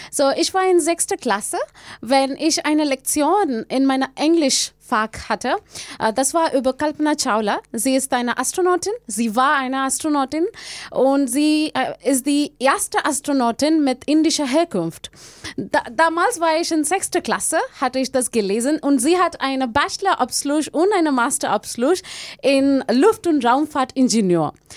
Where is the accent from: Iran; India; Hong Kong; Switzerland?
India; German is a second language; moved away as an adult; now in Rostock, Germany; So, ich komme ursprünglich von Indien aus, aber ich wohne in Deutschland seit 7 Jahren. Es ist fast 7 Jahre im September Ende dieses Jahr.